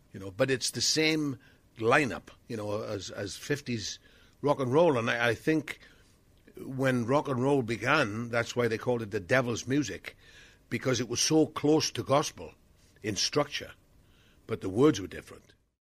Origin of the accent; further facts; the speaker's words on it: Wales, United Kingdom; born or raised there